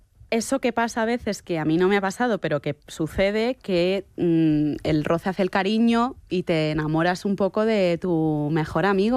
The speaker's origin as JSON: {"language": "Spanish", "town": "Barcelona", "region": "Catalonia", "country": "Spain", "said": "Yo es que soy de Barcelona, entonces del mar, de estar morenita"}